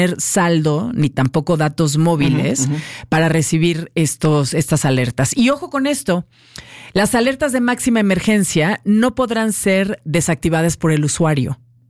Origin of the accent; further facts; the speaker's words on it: Mexico; Esto la verdad es que como mexicanos nos debe hacer sentir mucho orgullo.